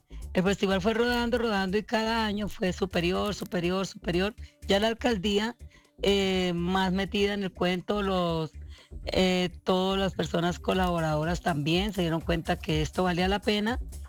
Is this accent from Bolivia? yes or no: no; Chaparral, Tolima, Colombia; dibujo como si era un festival de un pueblo, como yo soy de Chaparral, allá se hacen las ferias.